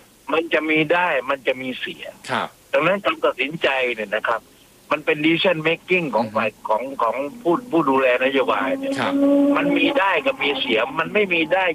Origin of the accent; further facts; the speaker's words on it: Southern Thailand, Thailand; คือมันเป็นโอกาสของผมเป็นคนใต้แท้ๆเลยผมก็รักภาคใต้ผมก็เป็นกังวล